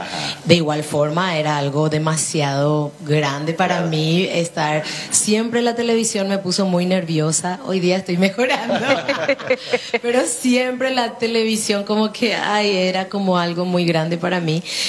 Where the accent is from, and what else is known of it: Paraguay